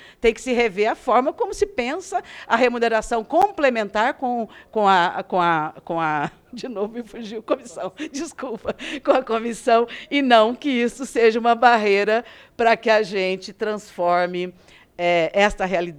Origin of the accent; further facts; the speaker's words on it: Registro, São Paulo, Brazil; lá da minha cidade, sou de Registro, interior de São Paulo.